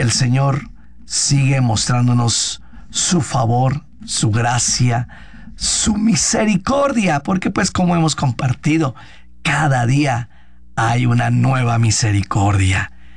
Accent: Mexico; somos el pueblo mexicano

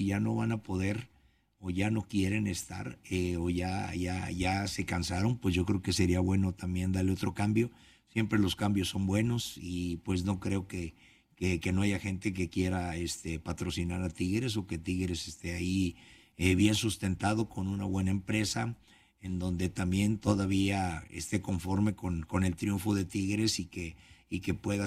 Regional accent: Morelia, Michoacán, Mexico; now in Monterrey, Mexico; Yo soy de Morelia, pero estoy enamorado de Monterrey porque me ha tratado bien. Me ha dado la oportunidad de mi familia, de vivir aquí, de estar aquí

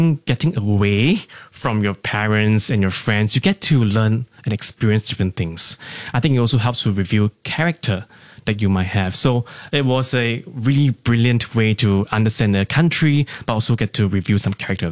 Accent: Singapore; knowing that I'm Singaporean

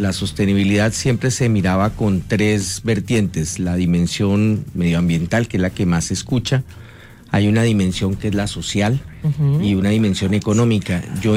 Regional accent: Mosquera, Cundinamarca, Colombia; moved away as an adult; also born or lived in La Vega, Cundinamarca; now in Mexico; Yo soy nacido en La Vega, Cundinamarca, pero me crié en Mosquera, Cundinamarca.

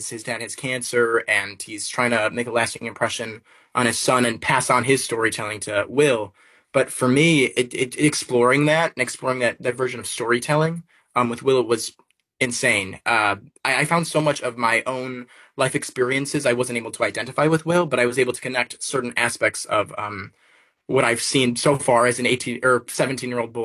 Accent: Frankfort, Illinois, United States; growing up in the South Suburbs of Chicago, I think it's the perfect place to live, in my opinion.

